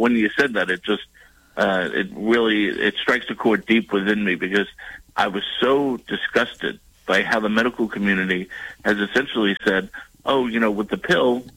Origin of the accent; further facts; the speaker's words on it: New York, United States; growing up in New York